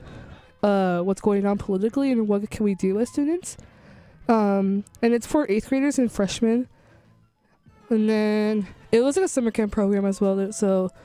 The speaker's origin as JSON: {"language": "English", "region": "California", "country": "United States", "said": "the area I'm from. I'm from the Inland Empire like area."}